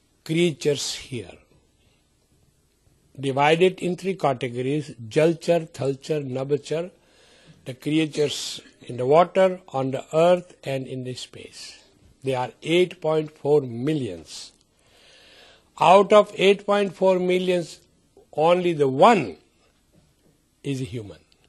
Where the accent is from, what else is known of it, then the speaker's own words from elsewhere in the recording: India; I came from India. I brought Indian culture now.